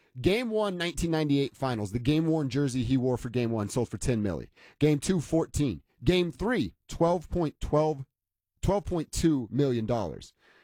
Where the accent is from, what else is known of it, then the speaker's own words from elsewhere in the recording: Indiana, United States; I grew up not liking Michael Jordan. I was a kid from Indiana, and he beat the brakes off my team every time.